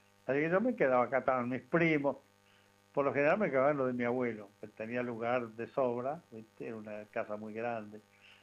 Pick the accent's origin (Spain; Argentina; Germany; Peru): Argentina; Ramallo, Buenos Aires Province; also born or lived in Comodoro Rivadavia; vine de Comodoro, estuve un tiempo acá, volví acá a Ramallo, estuve en casa un tiempo